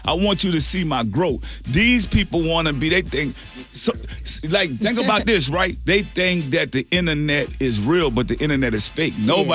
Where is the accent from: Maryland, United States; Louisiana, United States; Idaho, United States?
Louisiana, United States; New Orleans; You know, they could look and say, man, I'm from New Orleans. We, you know, man, it's us against the world.